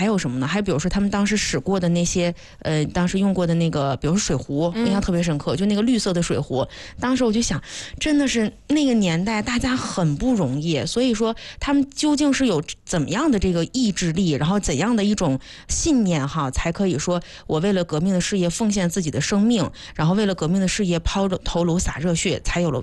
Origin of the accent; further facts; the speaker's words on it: China; 嗨，我是中国人。